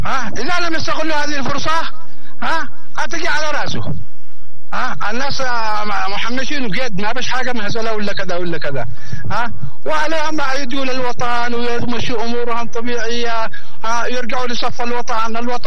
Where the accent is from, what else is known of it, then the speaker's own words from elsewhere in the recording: Taiz, Taiz Governorate, Yemen; أنا من أبناء تعز وأدعو أخواننا في تعز كافة